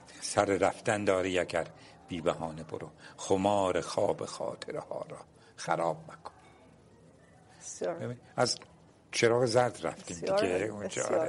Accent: Iran; first language Turkish (Azerbaijani); Persian is a second language

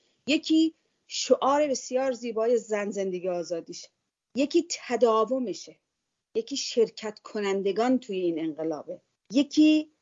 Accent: Iran; moved away; من ایرانی هستم

